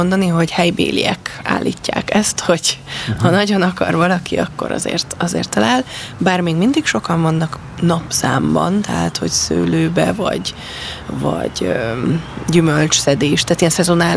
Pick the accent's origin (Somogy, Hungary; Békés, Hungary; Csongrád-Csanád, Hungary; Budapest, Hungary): Budapest, Hungary; moved away as an adult; now in Arló, Hungary; én itt Budapesten nőttem föl, vagy Budán, és hogy egy nagyon más világba keveredtem, amikor most már több mint 10 éve élek Arlóban